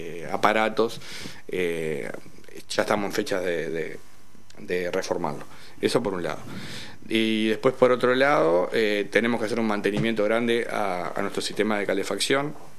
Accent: Montevideo, Uruguay; moved away; yo soy de Montevideo.

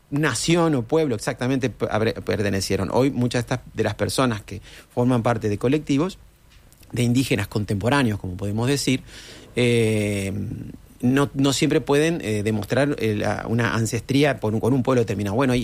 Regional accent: Las Piedras, Canelones, Uruguay; Parece que venimos de migrantes de las Islas Canarias, casados todos entre parientes, agricultores. En mi caso, zona rural del Colorado, en las afueras de Las Piedras, en el departamento de Canelones.

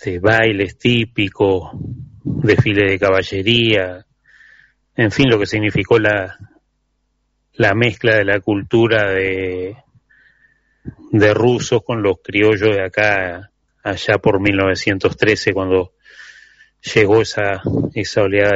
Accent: San Javier, Río Negro, Uruguay; now in Maldonado, Uruguay; mi pueblo natal, Colonia San Javier, en Río Negro, sobre costas del río Uruguay. Colonia rusa que celebró sus 113 años de fundación.

